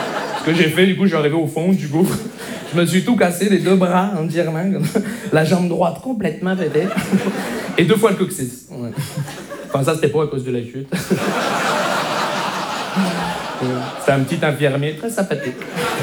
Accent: Montreal, Quebec, Canada; je viens de Montréal.

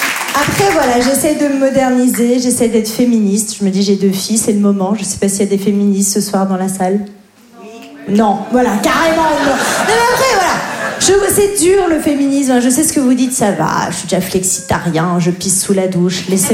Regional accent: Grand Est, France; je n'ai jamais reçu de pression et j'ai grandi en Lorraine.

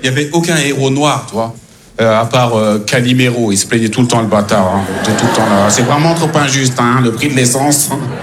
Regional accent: Gennevilliers, Île-de-France, France; born there; Je suis un blanc. Je suis né à Gennevilliers

